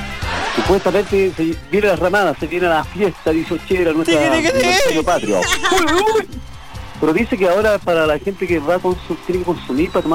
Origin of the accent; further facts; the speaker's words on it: Calama, Antofagasta, Chile; Soy chileno corazón, soy calameño de corazón.